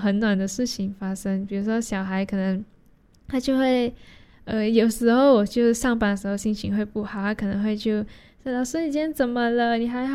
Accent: Malaysia; now in Taiwan; 我说："对啊，我来自马来西亚。"

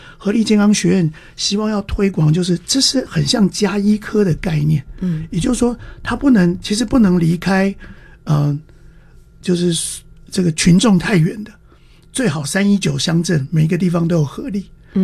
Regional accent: Taiwan; moved away as an adult; also born or lived in United States; 即使是我是台湾人，我是教会唯一的台湾人，就我们家是教会唯一的台湾家庭。

